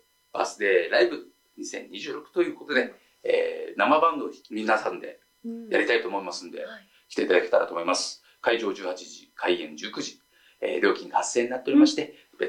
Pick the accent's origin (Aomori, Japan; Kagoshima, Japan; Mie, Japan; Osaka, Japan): Kagoshima, Japan; moved away; 鹿児島出身ですので。